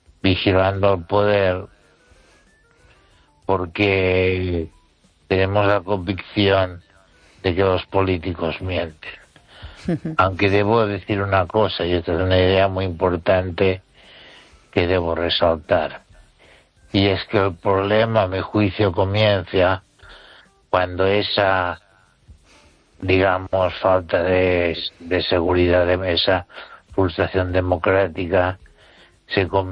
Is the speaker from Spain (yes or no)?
yes; Spain; no quiero ser recordado como una persona chacosa, sino como un español que razona.